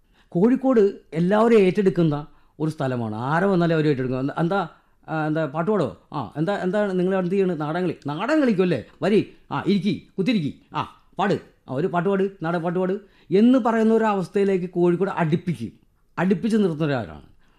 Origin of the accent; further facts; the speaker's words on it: Kerala, India; നിങ്ങളെവിടെ നിന്ന് വരുന്നു? ഞാൻ പറഞ്ഞു, കേരള.